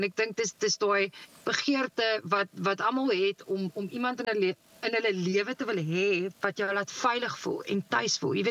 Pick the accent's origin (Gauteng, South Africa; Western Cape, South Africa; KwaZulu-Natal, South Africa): Western Cape, South Africa; Cape Town; Ek is gebore in Panorama Hospitaal. So ek is uit en uit 'n Kaapse meisie, maar ek is verskriklik baie in die Weskus.